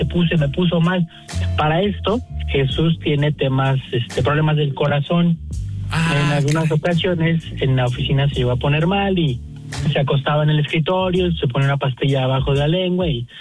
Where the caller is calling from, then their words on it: Mexico City, Mexico; Estoy en Iztapalapa.